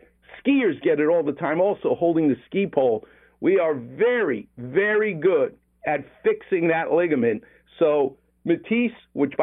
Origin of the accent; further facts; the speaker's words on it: New York City, New York, United States; now in Los Angeles, United States; I'm from Far Rockaway.